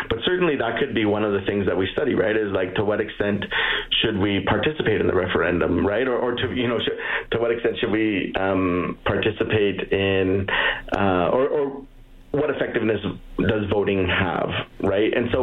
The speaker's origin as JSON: {"language": "English", "region": "Alberta", "country": "Canada", "tie": "born or raised there", "said": "I grew up on Ermineskin Reserve"}